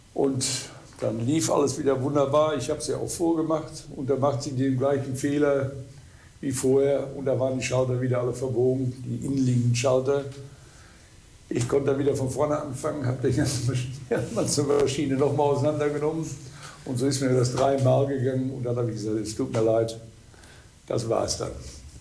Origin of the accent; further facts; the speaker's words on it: Butjadingen, Lower Saxony, Germany; ich komme nur aus Budjading